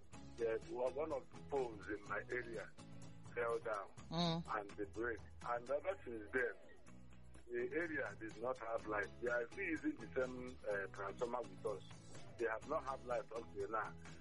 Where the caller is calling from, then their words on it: Aba, Abia, Nigeria; I'm calling from Abba.